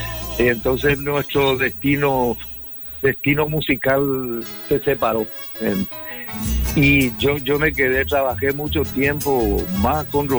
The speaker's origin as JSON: {"language": "Spanish", "country": "Paraguay", "also_born_or_lived": "Taiwan", "moved": "yes", "said": "yo estuve en Taiwán como casi 28 años. Pero mi que salí de Paraguay se cumplió 40 años."}